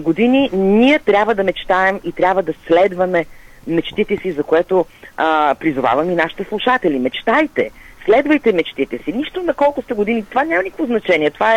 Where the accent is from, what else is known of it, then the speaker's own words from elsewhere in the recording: Sofia, Sofia City, Bulgaria; moved away as an adult; now in Ezerovo, Bulgaria; Тоест родена в центъра на София и израснала цял живот в столицата.